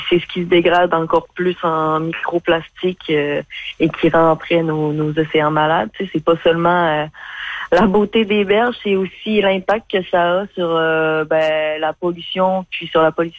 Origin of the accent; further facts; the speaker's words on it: Natashquan, Quebec, Canada; Je viens de Noutachquan, en fait.